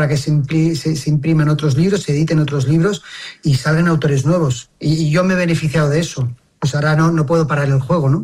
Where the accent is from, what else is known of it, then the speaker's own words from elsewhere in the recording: Barcelona, Catalonia, Spain; Barcelona es un imperdible 100%, porque además yo soy barcelonés, claro.